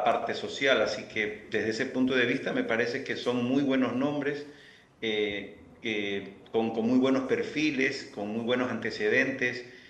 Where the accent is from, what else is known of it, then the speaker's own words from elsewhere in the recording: Guayaquil, Guayas, Ecuador; a mí como guayaquileño y como ecuatoriano